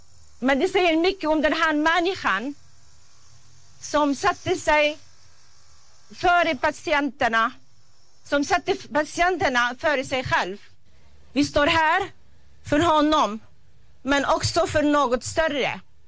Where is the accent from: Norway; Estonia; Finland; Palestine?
Palestine; Jag står här inte bara som palestinier, utan också som barnläkare.